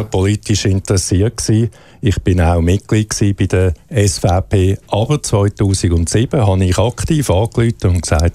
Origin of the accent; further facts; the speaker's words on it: Aargau, Switzerland; now in Zurich, Switzerland; Nein, ich bin im Frichtal aufgewachsen, aber mein Bürgerort ist Zürich.